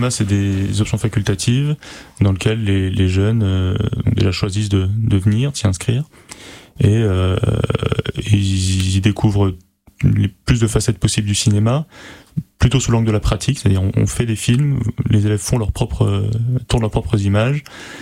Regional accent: Paris, Île-de-France, France; parce que je viens de Paris à la base.

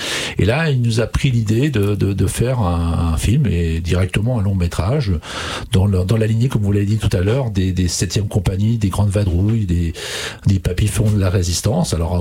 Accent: Villey-Saint-Étienne, Grand Est, France; nous sommes originaires de Villers-Saint-Étienne

